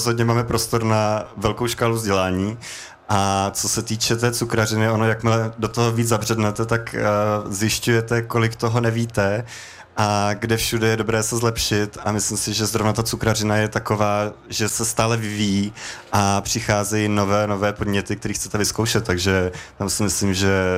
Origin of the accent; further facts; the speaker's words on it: Tábor, South Bohemian Region, Czechia; já pocházím od Tábora